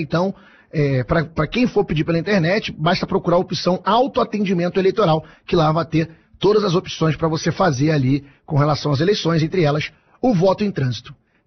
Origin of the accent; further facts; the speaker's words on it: Rio de Janeiro, Brazil; now in Brasília, Brazil; Eu sou do Rio, mas já moro em Brasília há bastante tempo.